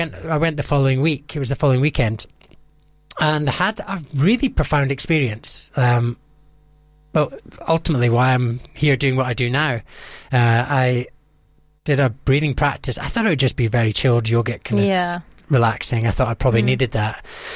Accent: Scotland, United Kingdom; she was from New York, I'm from Scotland, so there is a bit of cultural differences as well.

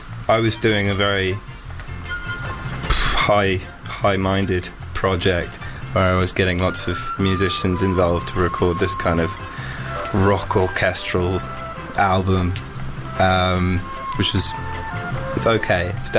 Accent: Clapham, London, United Kingdom; Of course, sorry. I'm from South London.

